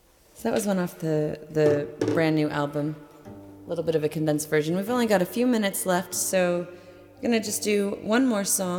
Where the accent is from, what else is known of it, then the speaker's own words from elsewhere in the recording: Austin, Texas, United States; We've been playing for you for the last hour. I'm from Austin, Texas.